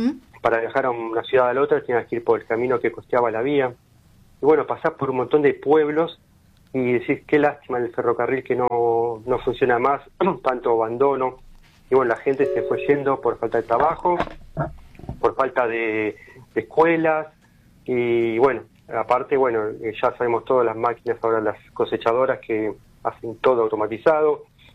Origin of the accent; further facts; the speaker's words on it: Quilmes, Buenos Aires Province, Argentina; Así que bueno, en el año 2010 empecé a viajar por pueblos cercanos a mi casa. Yo soy de Quilmes